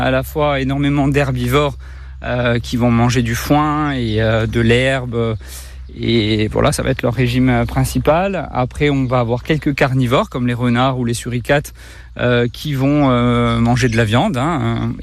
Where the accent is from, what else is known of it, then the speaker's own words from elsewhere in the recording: Corsica, France; moi je suis pas né en Corse, mais j'ai grandi en Corse. Je suis en Corse depuis la maternelle, hein, sur le Nebbio. Donc je suis originaire du Nebbio depuis tout petit. Ma famille du côté de ma mère étant de Farignolles.